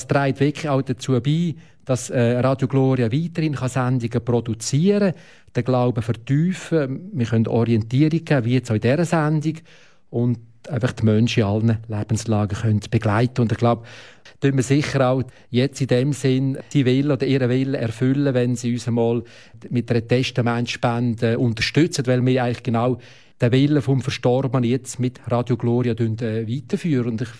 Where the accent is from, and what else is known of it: Switzerland